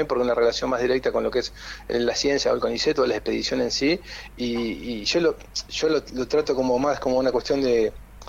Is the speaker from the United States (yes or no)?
no; Argentina; competitivos somos de argentinos